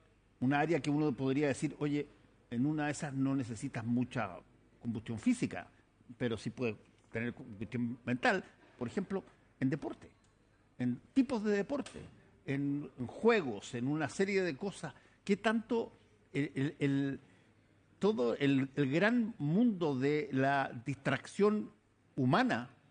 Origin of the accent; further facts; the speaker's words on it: Chile; nosotros los chilenos